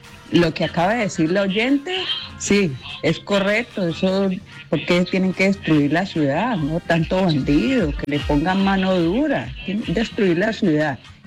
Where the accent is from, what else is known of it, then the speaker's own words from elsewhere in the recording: Cali, Valle del Cauca, Colombia; No tenemos futuro en la ciudad de Cali. Tristemente, yo soy de Cali